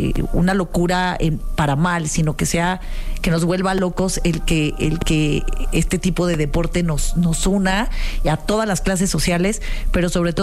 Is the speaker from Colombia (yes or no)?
no; Mexico; y soy mexicana, cabrón.